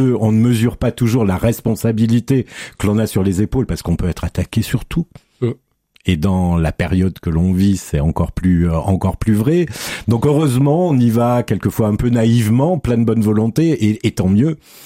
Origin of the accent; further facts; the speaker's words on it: Nouvelle-Aquitaine, France; je suis un enfant du pays, natif de la belle commune d'Écart au sud de Limoges. Donc petite commune, 600 habitants